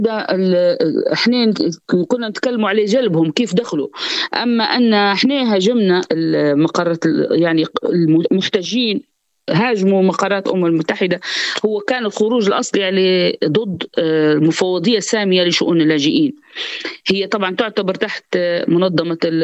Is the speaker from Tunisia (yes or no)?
no; Tripoli, Tripoli District, Libya; في منطقة السراج عندنا في طرابلس.